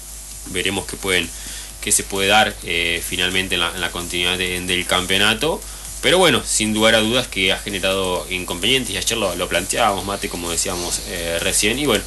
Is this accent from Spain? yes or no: no; Argentina; los argentinos somos muchos más argentinos en épocas mundialistas